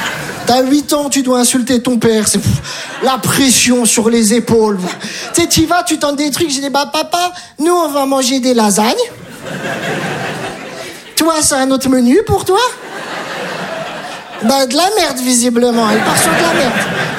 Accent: Metz, Grand Est, France; Je viens de Metz, j'ai tout abandonné.

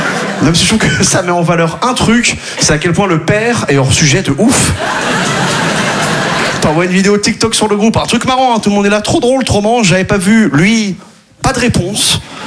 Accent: Quimperlé, Brittany, France; déjà, là d'où je viens à Quimperlé, on n'avait pas les sports cool.

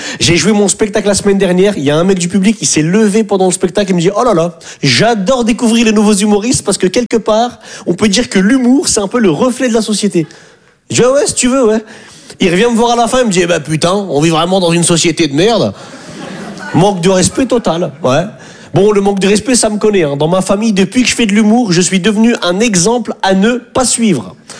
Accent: Hauts-de-France, France; moved away as an adult; now in Paris, France

